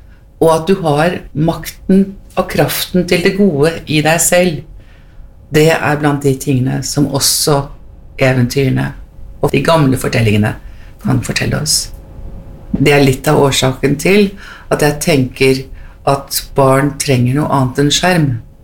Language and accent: Norwegian; Heggedal, Akershus, Norway; de opplevde jeg som 2-, 3-, 4- og 5-åring foran radioapparatet hjemme på Heggedal. Og alt dette her, det ble en slags felles referanser for oss som vokste opp den gangen.